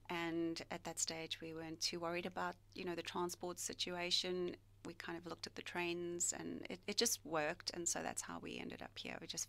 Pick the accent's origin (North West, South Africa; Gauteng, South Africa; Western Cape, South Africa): North West, South Africa; Rustenburg; now in Traralgon, Australia; I'm originally from South Africa.